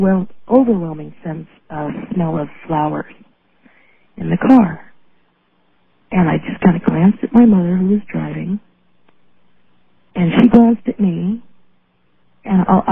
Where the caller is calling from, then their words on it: Reno, Nevada, United States; I'm calling from Reno.